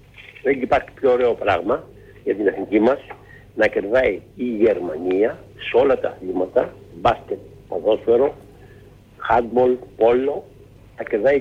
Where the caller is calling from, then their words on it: Petalidi, Peloponnese, Greece; ήρθαν και στο Πεταλίδι Μεσσηνία, στο χωριό μου